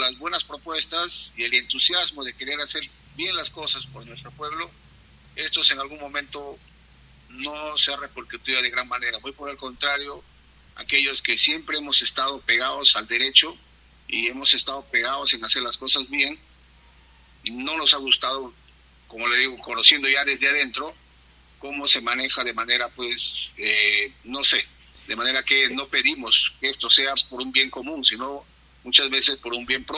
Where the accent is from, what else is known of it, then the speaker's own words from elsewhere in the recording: Tocachi, Pichincha, Ecuador; nosotros como tocachinos pensamos siempre querer hacer algo por nuestro pueblo de Tocachi, que nuestro pueblo crezca.